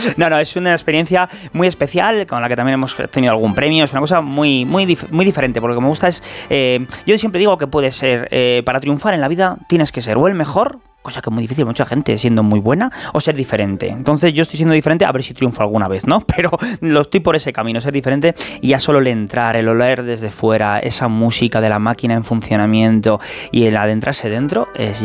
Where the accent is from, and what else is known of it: Cisneros, Castile and León, Spain